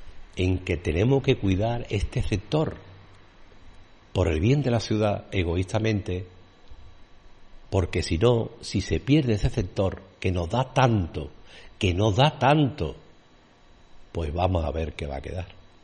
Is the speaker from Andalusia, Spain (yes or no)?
yes; Sanlúcar de Barrameda, Andalusia, Spain; Soy hijo de marinero, me crié en Bajo de Guía